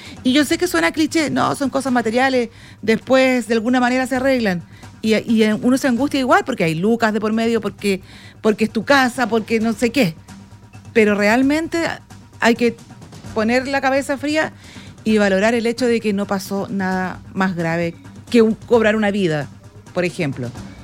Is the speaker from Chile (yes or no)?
yes; Iquique, Tarapacá, Chile; Somos iquiqueños